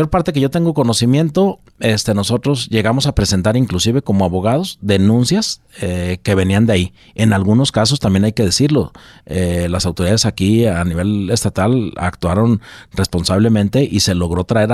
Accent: Guadalajara, Jalisco, Mexico; born there; yo soy de Guadalajara, aquí nací, aquí vivo, pues me importa Jalisco

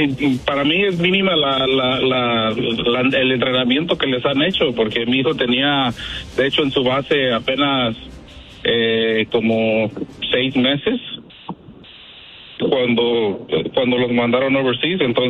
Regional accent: Jalisco, Mexico

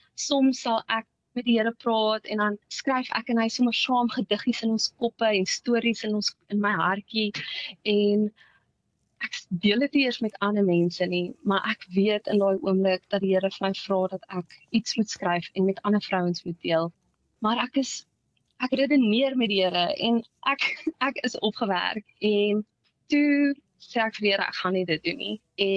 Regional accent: Kakamas, Northern Cape, South Africa; now in George, South Africa; ek is van die platteland. Ek het groot geword in Kakamas. En nou plek in George met my heel beste maat, wat ook my man is. Ons het onlangs in 'n kothuis ingetrek.

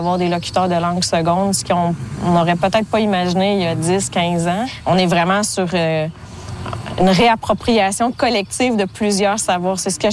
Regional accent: Odanak, Quebec, Canada; Oui, j'ai grandi à Odanak.

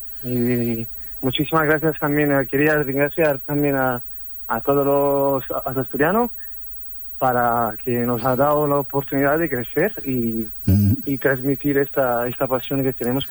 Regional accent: Naples, Campania, Italy; Spanish is a second language; yo te hablo de que soy del sur de Italia, de zona de Nápoles.

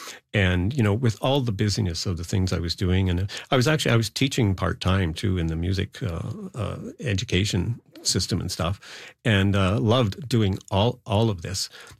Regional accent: Ontario, Canada; moved away as an adult; I was a little older because I came from Ontario, and I went to grade 13, and then I worked for a year.

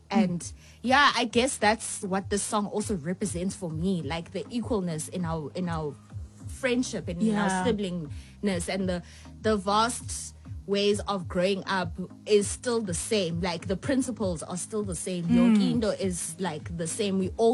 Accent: Queenstown, Eastern Cape, South Africa; we're from Queenstown. We grew up there.

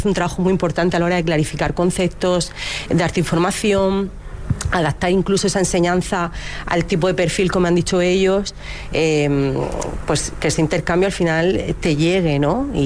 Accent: Region of Murcia, Spain; yo soy muy más murciana que el limón.

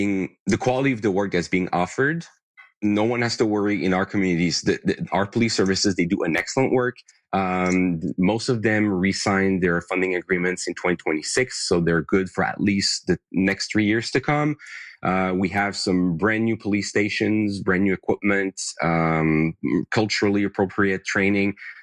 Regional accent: Wendake, Quebec, Canada; I'm from Wendake. So Wendake is an Indigenous community within the city of Quebec.

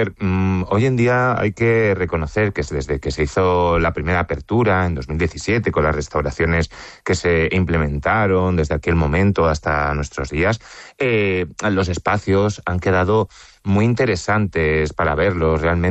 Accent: Alicante, Valencian Community, Spain; porque al final del día un aspecto que muchas veces olvidamos como alicantinos es que la Guerra Civil acabó aquí en Alicante. Fuimos el último reducto en ser tomado.

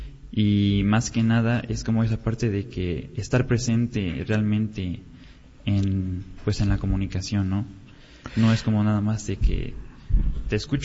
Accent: Xochitlán de Vicente Suárez, Puebla, Mexico; De Xochitlán de Vicente Suárez

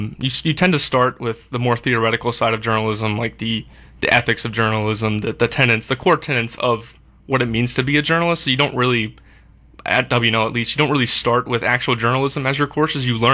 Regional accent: Chesapeake Bay area, United States; also born or lived in Florida; I am also originally from this area. I was born in Florida, but my dad was military, so I've spent most of my time in the Chesapeake area.

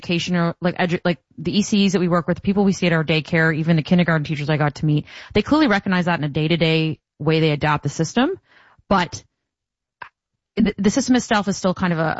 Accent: Amherstburg, Ontario, Canada; because of where I grew up in Amherstburg and all those things

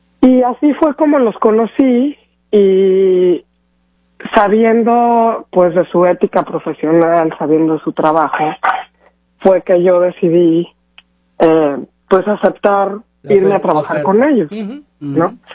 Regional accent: Mexico City, Mexico; moved away as an adult; also born or lived in Vienna, Austria / Seattle; Yo nací en la Ciudad de México y ahí crecí hasta, me fui de la Ciudad de México cuando tenía como 26 años

